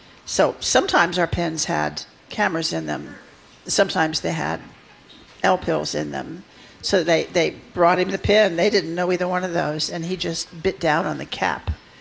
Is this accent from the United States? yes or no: yes; Wichita, Kansas, United States; moved away as an adult; Well, I was from Wichita, Kansas